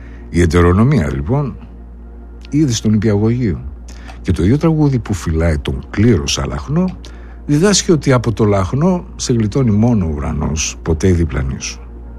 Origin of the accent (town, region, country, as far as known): Greece